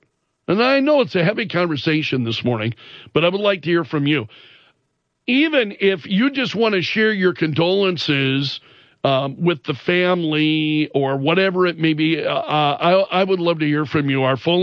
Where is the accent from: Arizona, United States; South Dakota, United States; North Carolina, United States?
South Dakota, United States; Sioux Falls; born or raised there